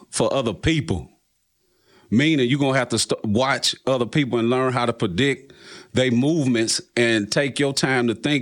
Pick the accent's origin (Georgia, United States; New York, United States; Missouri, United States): Missouri, United States; St. Louis; I'm from St. Louis and always was going back and forth between St. Louis and East St. Louis.